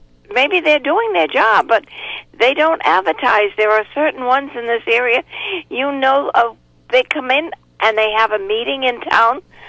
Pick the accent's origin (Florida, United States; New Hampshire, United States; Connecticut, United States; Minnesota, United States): Connecticut, United States; Killingly; Well, I'm amazed, because I know I come from Killingly, and you don't hear anything about them doing anything out in Hartford until it's time for re-election.